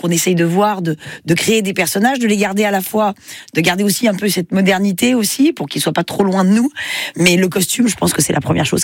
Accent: Anduze, Occitanie, France; moi je viens d'Anduze, donc je vais dire Anduze, moi j'adore, mais j'aime bien toute cette région, moi j'adore le Gard

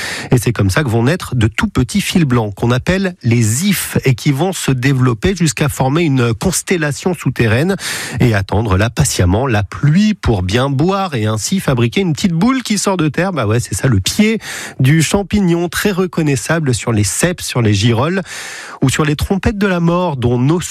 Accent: France

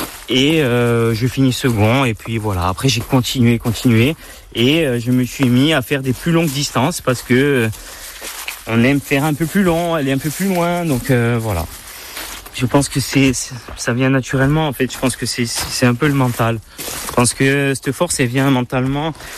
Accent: Scat, Corsica, France

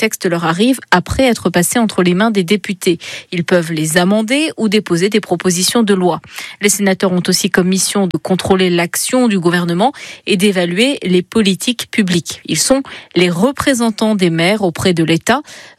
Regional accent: Centre-Val de Loire, France; En tout cas, c'est comme ça chez nous en Berry parce que chacun de nos 2 départements doit désigner 2 sénateurs.

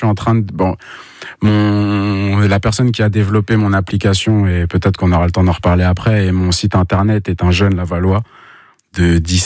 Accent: Paris, Île-de-France, France; now in Mayenne, France; d'une parce que en tant que Parisien, c'est pas facile les premiers temps quand on arrive, puisque contrairement à Paris, ici, il ne faut pas faire trop de bruit.

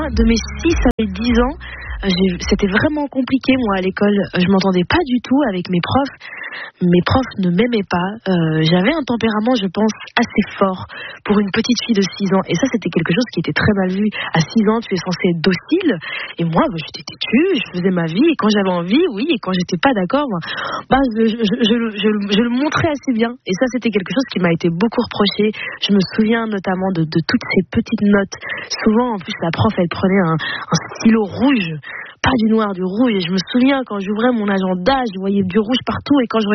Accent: Flanders, Belgium; born or raised there

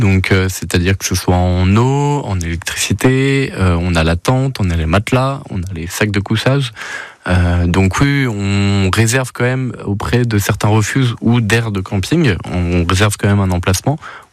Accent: Reims, Grand Est, France; born there; C'est ça, on est Rémois, en tout cas né à Reims.

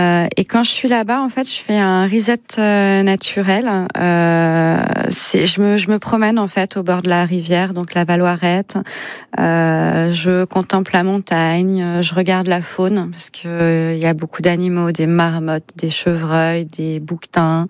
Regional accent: Auvergne-Rhône-Alpes, France; Je suis savoyarde, donc forcément la montagne c'est mon truc.

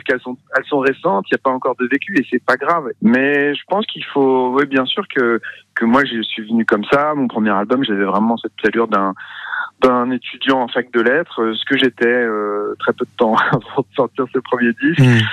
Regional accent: Évreux, Normandy, France; born there; Je suis né à Évreux juste parce que mes parents ont été nommés profs en Normandie.

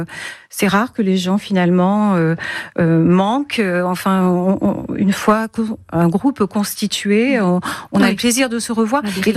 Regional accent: France; accent: French; mais en Allemagne, moi, j'avais quelques complexes parce que justement, j'entendais mon accent français

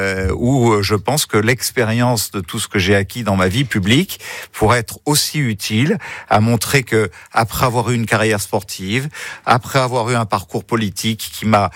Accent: Nice, Provence-Alpes-Côte d'Azur, France; je suis né à Nice et j'ai bien l'intention jusqu'au bout d'être un Niçois parce que je suis passionné par ma ville.

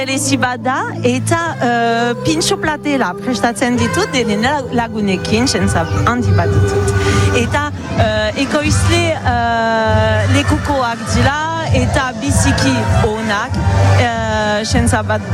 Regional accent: Toulouse, Occitanie, France; Basque is a second language; now in Boucau, France; Eta haintzinetik Tolosakoa naiz, hemen frantzian. Eta orain bokalen bizi naiz.

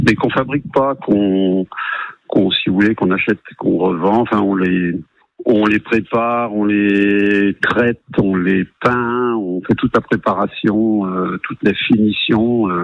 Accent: Auvergne-Rhône-Alpes, France; now in Sanguinet, France; parce que moi je viens du métier du bois. Quand j'étais jeune, mais pas dans les Landes, en Haute-Savoie. Moi, je suis un ancien exploitant forestier de la Haute-Savoie.

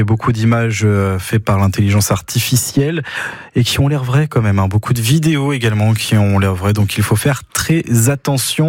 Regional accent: France; Chez nous en France, on a aussi nos extrêmes, bien sûr.

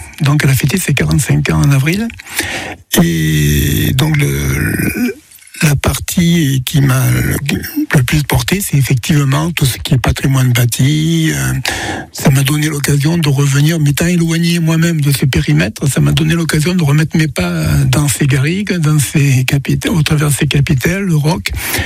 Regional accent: Occitanie, France; Parce que je suis originaire du Gard et qu'on m'a donné l'occasion de m'y intéresser.

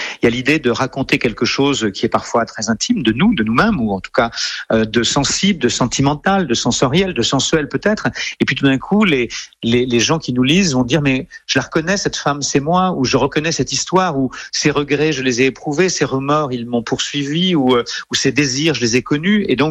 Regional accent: France; moved away as an adult; also born or lived in Montreal; en 99, je vivais à Montréal, donc j'étais loin de la France, loin de mes bases, dans le décalage horaire.

